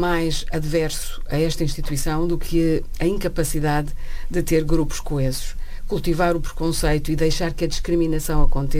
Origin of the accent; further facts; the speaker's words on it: Alentejo, Portugal; Ora, eu, que sou alentejana, e não digo as neiras em geral